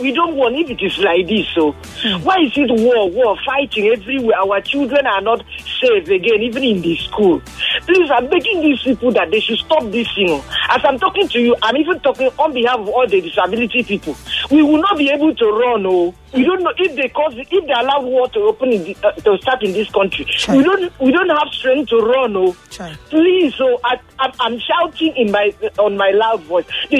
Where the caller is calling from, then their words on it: Ikorodu, Lagos, Nigeria; I'm calling you from Ikorodu.